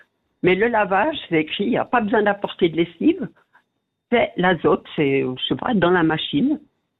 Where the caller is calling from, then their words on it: La Chaux-de-Fonds, Neuchâtel, Switzerland; j'habite à La Chaux-de-Fonds.